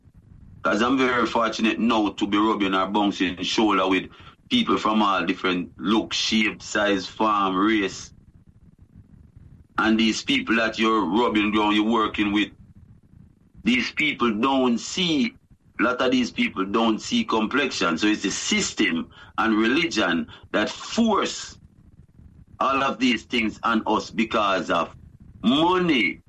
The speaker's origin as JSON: {"language": "English", "country": "Jamaica", "said": "And Rasta Philosophy, as a Jamaican, up to today, as we speak, Rasta have brought, I would say, the most tourists, the most money, the most to the country."}